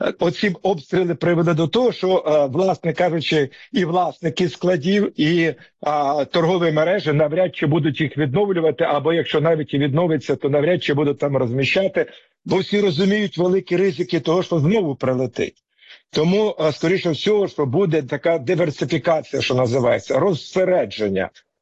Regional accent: Pryluky, Chernihiv Oblast, Ukraine; В моїх рідних Прилуках, як було популярно піти зранку на базар скупитися, так і ходять.

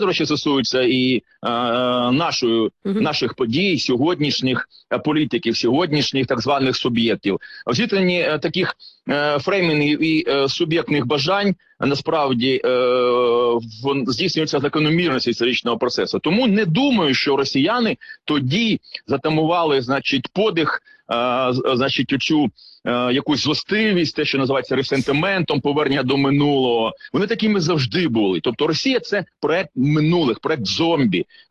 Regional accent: Mykolaiv, Mykolaiv Oblast, Ukraine; мій рідний Миколаїв

